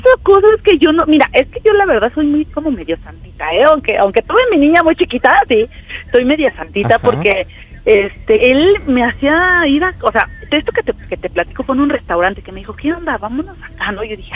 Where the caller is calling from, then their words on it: Mexico City, Mexico; Soy de aquí, de la Ciudad de México, y tengo 37 años.